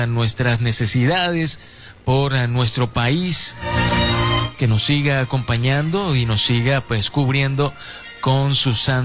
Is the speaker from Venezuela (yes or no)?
yes; Venezuela; de hoy nos unimos como venezolanos, como devotos, para, bueno, acompañar a nuestra patrona, la Virgen de Coromoto